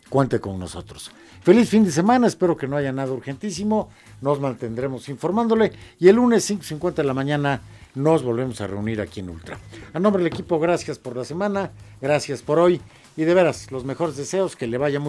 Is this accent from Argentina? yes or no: no; Mexico; todos somos mexicanos, hombre.